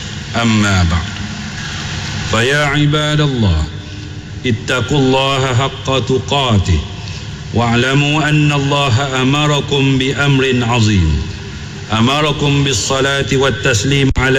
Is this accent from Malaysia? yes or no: yes; Malaysia; اللهم اجعل بلدنا ماليزيا آمنا مطمئنا